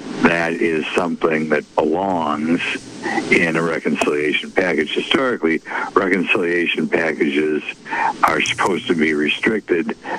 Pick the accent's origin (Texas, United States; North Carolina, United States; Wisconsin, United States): Wisconsin, United States; of course, I'm from Wisconsin, so I'm only a little bit prejudiced